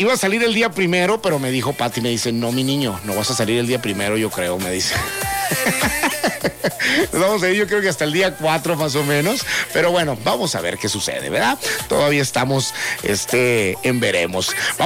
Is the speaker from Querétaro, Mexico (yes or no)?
no; Navojoa, Sonora, Mexico; moved away; mi tierra, Navojoa, Sonora